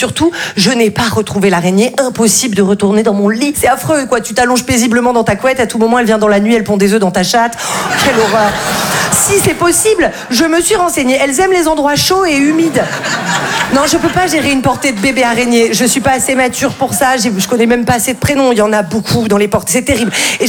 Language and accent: French; Val-de-Blore, Provence-Alpes-Côte d'Azur, France; là d'où je viens, c'était assez compliqué les trajets en ambulance, parce que moi, je viens d'un tout petit village qui s'appelle Val-de-Blore.